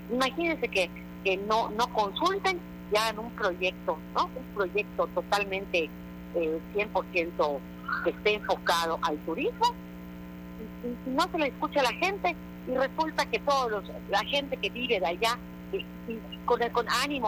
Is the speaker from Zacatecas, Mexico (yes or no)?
no; Yucatán, Mexico; yo soy de Yucatán